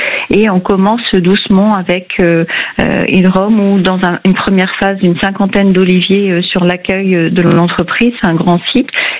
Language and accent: French; Cotignac, Provence-Alpes-Côte d'Azur, France; also born or lived in Brest, France; now in Séné, France; Bretonne d'origine, née à Brest, et j'ai passé mon enfance pas très loin de chez vous, du côté de Cotignac, qui est connu maintenant pour d'autres raisons, mais un petit village.